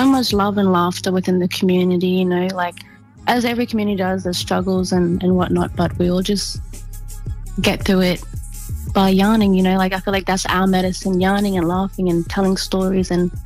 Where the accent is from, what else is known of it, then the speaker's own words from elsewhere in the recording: Cairns, Queensland, Australia; I was born in Cairns, Queensland, on Gimoi Country, but my land stems from Mossman, so Gugubadin Jule area where the Daintree, and then that's mum's side. You go all the way up to the Tablelands, Townsville ways, and that's dad's side then.